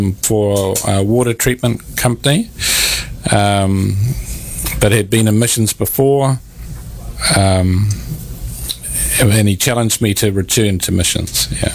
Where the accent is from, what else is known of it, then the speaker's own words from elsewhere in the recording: New Zealand; moved away; I come from New Zealand. Yeah, it's a long way away from Faroe Islands, but there's an island as well, a couple of islands in New Zealand.